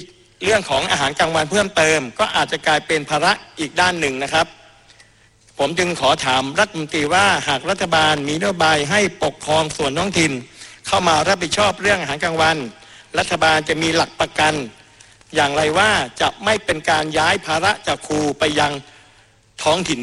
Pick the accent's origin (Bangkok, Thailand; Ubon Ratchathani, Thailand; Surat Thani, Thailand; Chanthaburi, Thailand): Surat Thani, Thailand; เช่นผมเป็นคนจังหวัดสุราษฎร์ธานีดังคำฝันคือเมืองร้อยเกาะ